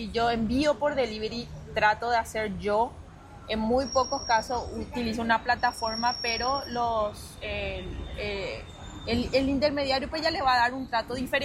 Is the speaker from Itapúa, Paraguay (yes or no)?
no; Areguá, Central, Paraguay; Nosotros somos, la mayoría somos de Central. Tenemos gente de, en mi caso soy de Areguá